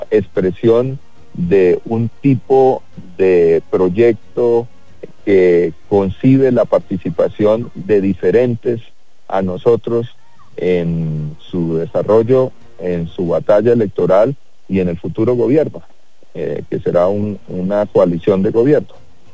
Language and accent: Spanish; Cúcuta, Norte de Santander, Colombia; now in Bogotá, Colombia; yo soy cucuteño.